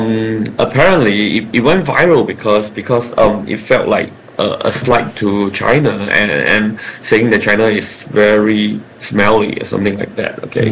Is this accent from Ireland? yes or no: no; Malaysia; people might think that whatever I'm saying now is because I'm Malaysian, I'm trying to defend a Malaysian.